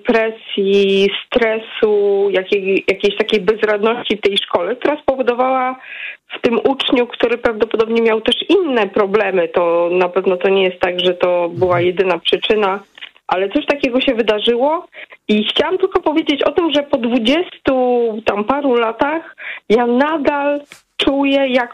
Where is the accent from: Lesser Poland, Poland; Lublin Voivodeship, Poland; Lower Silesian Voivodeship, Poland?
Lower Silesian Voivodeship, Poland; Wrocław; Ja mam lat 40 i 20 ponad lat temu chodziłam do liceum. Jestem z Wrocławia